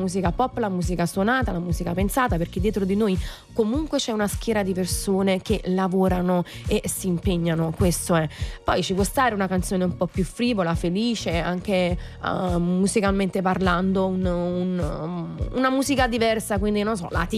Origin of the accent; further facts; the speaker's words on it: Naples, Campania, Italy; E poi sai, da napoletani stessi non ci si rende conto dell'importanza che c'è e con cui gli altri la vedono.